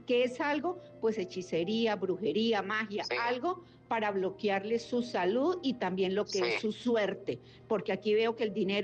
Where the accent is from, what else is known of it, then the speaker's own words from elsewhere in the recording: Mexico; Muy bien, yo soy mexicana, estoy, como le digo, tengo 30 años de experiencia.